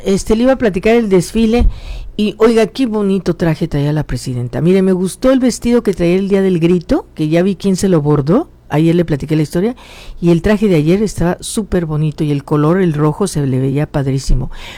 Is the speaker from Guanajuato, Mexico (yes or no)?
yes; Irapuato, Guanajuato, Mexico; moved away as an adult; also born or lived in Mexico City; now in Tijuana, Mexico; O sea, allá nací. Allá estudié mi primaria, mi secundaria y mi preparatoria.